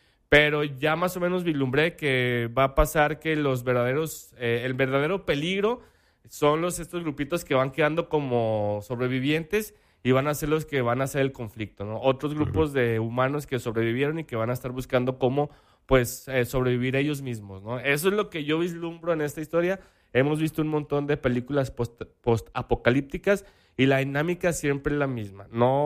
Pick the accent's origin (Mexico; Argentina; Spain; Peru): Mexico; Ni nosotros, que somos Sea, mexicanos